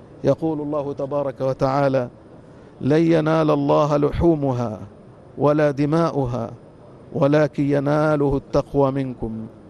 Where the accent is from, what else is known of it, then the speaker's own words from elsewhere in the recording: Egypt; بلدنا مصر